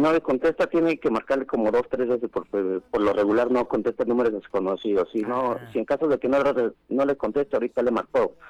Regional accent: Tonanitla, State of Mexico, Mexico; born there; now in Nuevo León, Mexico; No, yo nací en el Estado de México.

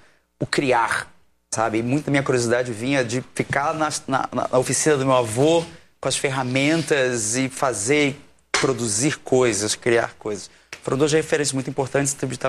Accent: Niterói, Rio de Janeiro, Brazil; Sou carioca também, nasci em Niterói.

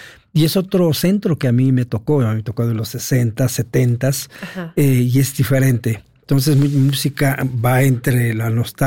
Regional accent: Mexico City, Mexico; cómo concibo la Ciudad de México, porque yo nací en el centro, fui bautizado ahí en Catedral, nací en Regina, viví en San Juan de Letrán, así toda mi vida la he vivido ahí

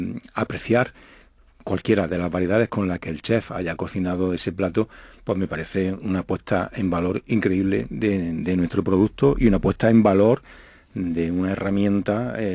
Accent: Jaén, Andalusia, Spain; somos de Jaén y sabemos de aceite.

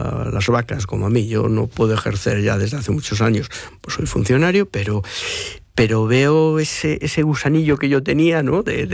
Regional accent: Galicia, Spain; yo soy del barrio del Couto, de toda la vida

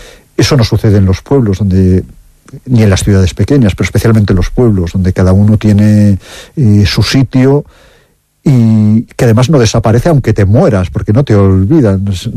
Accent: Castile, Spain; la España interior, la España vacía, la Castilla nuestra

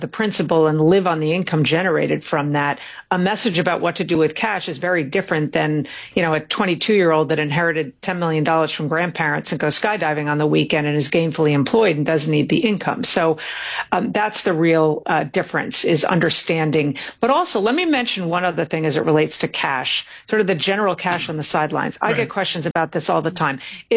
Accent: Norway; I went to my home country, Tom. I went to Norway.

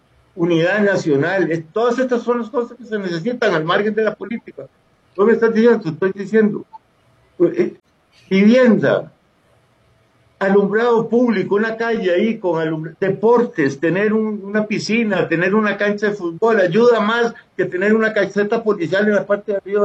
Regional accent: Costa Rica; also born or lived in Venezuela

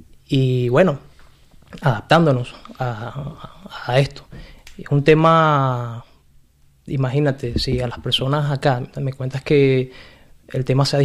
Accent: Venezuela; now in Spain

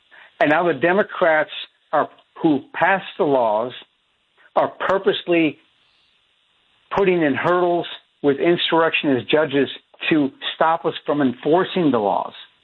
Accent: Virginia, United States; Look at the districting, redistricting they tried here in my home state of Virginia.

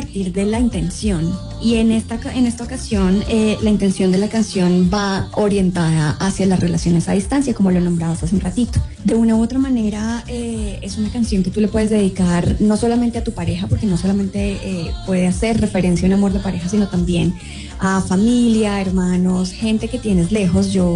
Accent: Andean region, Colombia; a donde estamos ubicados, a lo que somos aquí desde los Andes, obviamente colombianos

